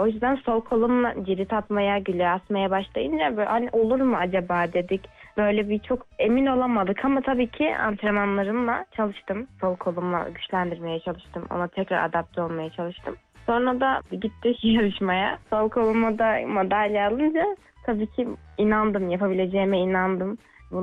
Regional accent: Adıyaman, Turkey; Adıyamanlıyım, Adıyaman'da yaşıyorum. 21 yaşındayım.

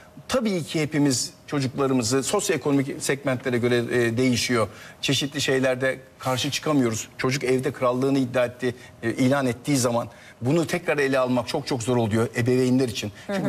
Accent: Rize, Turkey; Ben Rize'yim.

